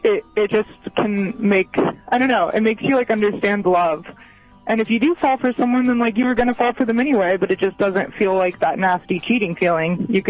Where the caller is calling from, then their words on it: New York City, New York, United States; I'm calling from Brooklyn.